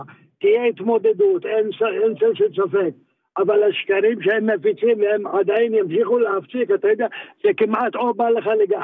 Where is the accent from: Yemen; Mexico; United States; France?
Yemen; now in Yokneam, Israel; כן, כן, עליתי מתימן, כן.